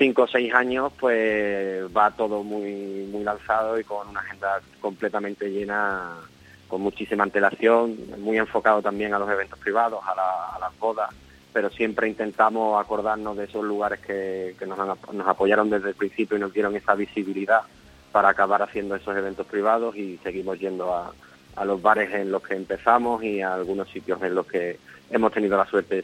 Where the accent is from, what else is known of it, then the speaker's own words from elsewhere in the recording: Sanlúcar de Barrameda, Andalusia, Spain; moved away as an adult; now in Granada, Spain; Yo soy de Sanlúcar de Barrameda, de Cádiz, y llevo ya pues 11 añitos viviendo en Granada capital